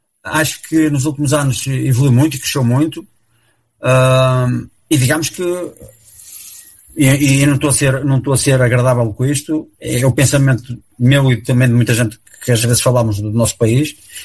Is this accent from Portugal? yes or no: yes; Portugal